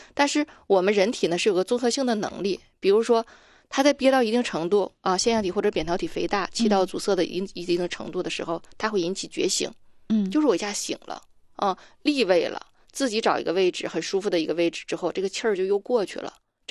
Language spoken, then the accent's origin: Chinese; Northeast China, China; 我们东北人都很高啊